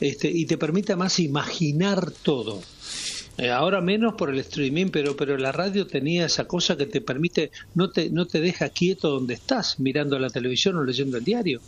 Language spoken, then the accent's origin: Spanish; Patagonia, Argentina; moved away; Yo vengo de la Patagonia profunda y mi única compañía en la mitad del campo era la radio.